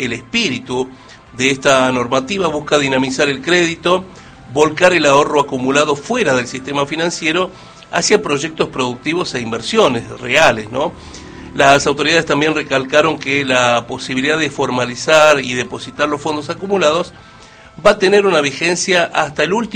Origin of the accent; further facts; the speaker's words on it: La Rioja, Argentina; Así somos los riojanos